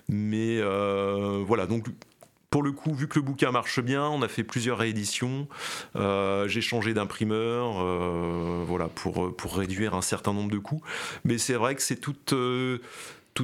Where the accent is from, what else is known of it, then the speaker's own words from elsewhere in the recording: Normandy, France; born there; je suis né dans la Manche